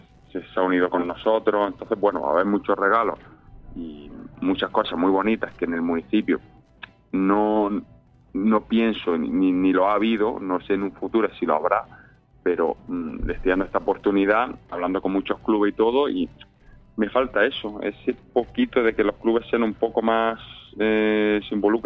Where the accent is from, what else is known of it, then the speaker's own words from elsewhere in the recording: Níjar, Andalusia, Spain; yo soy de Níjar